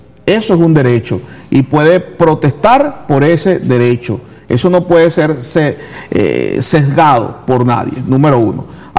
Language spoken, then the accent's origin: Spanish; Venezuela; yo me uno a ese dolor de esa madre como venezolano